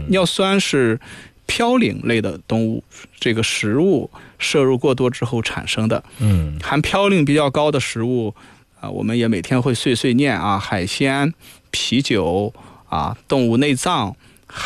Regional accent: northern China, China; now in Nanjing, China; 我也是北方人啊，也是这么多年在南京啊，

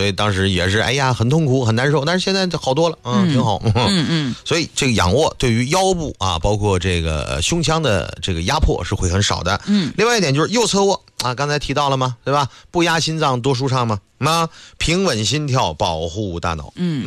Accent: Northeast China, China; 按我们东北话讲，就睡觉打把式。

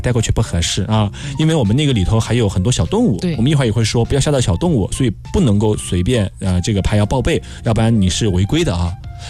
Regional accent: Guizhou, China; 因为我贵州人嘛，我们那就是山里，山里的水就会天生凉一些。

